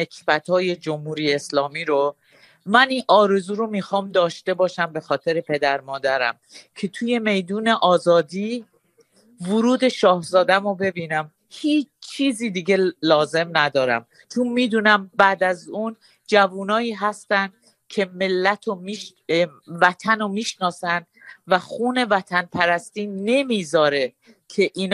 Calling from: Iran

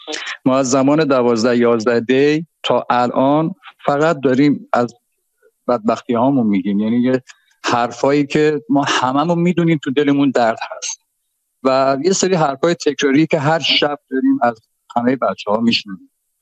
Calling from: Babolsar, Mazandaran, Iran; من بابرسر توی بهار شهر مازندران

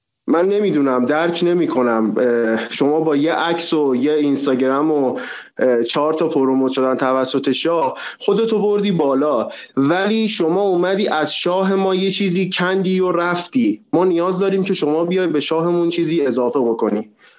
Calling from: Iran; حالا ما داخل ایرانیم

